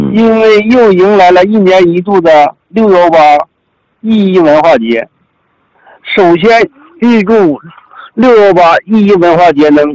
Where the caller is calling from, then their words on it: Hefei, Anhui, China; 我是来自安徽合肥的